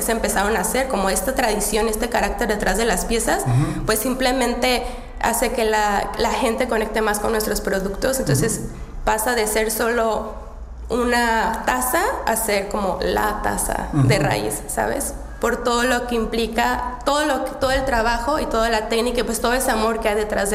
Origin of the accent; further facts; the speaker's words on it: Mexico; que soy mexicana